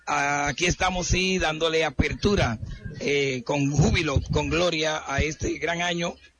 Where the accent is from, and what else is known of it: Dominican Republic